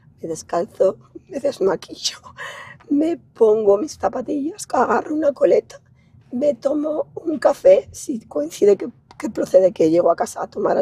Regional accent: León, Castile and León, Spain; Somos de la Venatoria de toda la vida, uh-huh. de los de León de toda la vida

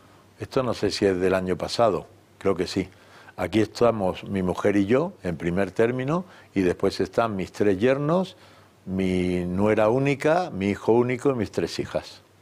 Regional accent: Málaga, Andalusia, Spain; now in Seville, Spain; Yo, que soy malagueño

